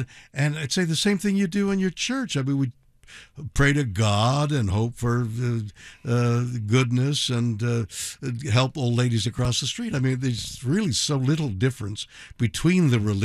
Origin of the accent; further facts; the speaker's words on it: Montreal, Quebec, Canada; born there; Well, I was born in Montreal, French Canada, and there it's a very Catholic, it was in those years, very enclosed